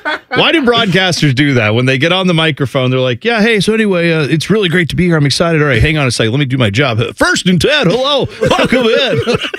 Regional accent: Florida, United States; accent: Florida; My Florida accent sounded like John Gruden?

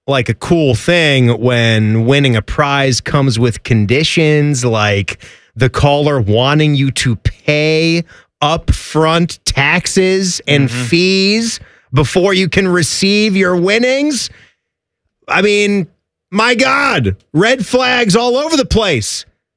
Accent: Virginia, United States; We're from Virginia.

